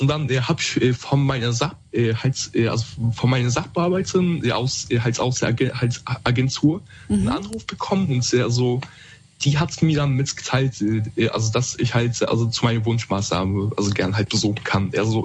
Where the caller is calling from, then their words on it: Koblenz, Rhineland-Palatinate, Germany; Also, ich komme aus Koblenz, Rheinland-Pfalz.